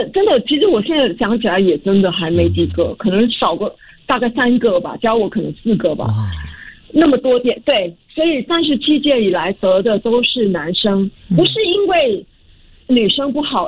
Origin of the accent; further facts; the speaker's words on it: Singapore; 嘿，我们是新加坡人，谁说我们的中文不好？